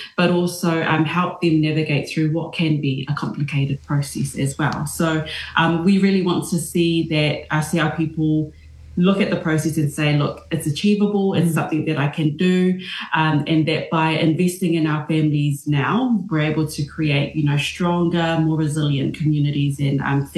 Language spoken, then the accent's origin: English; Samoa; now in Hutt Valley, New Zealand; I hail from Samoa. Villages are Sanaku and Salemoa. And here in Wellington from the Hutt Valley.